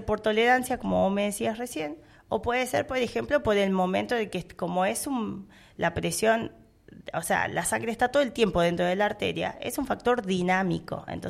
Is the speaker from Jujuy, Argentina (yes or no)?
no; Formosa, Argentina; Yo soy de Formosa